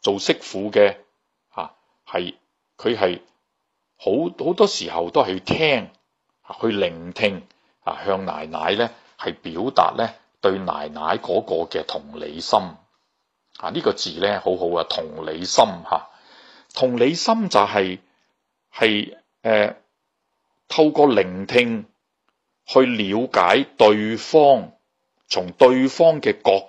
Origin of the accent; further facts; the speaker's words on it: China; 我谂我哋作为中国人，我哋都知道婆媳点样相处融洽，系世世代代一直存在嘅问题。